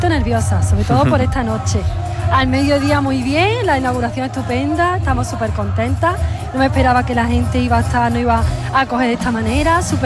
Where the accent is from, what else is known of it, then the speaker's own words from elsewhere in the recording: Archidona, Andalusia, Spain; E incluso en mi pueblo, en Archidona, me felicitan